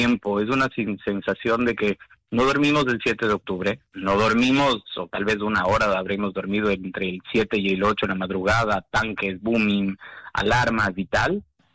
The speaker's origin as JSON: {"language": "Spanish", "country": "Ecuador", "tie": "born there", "said": "me llamó la embajadora de Ecuador, yo nací en Ecuador"}